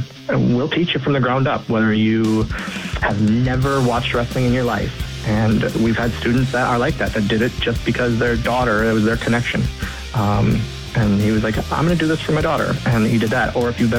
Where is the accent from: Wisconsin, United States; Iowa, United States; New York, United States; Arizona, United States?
Wisconsin, United States; Oshkosh; so we started 13 years ago in Oshkosh, my hometown, my whole life. I've lived here literally my whole life.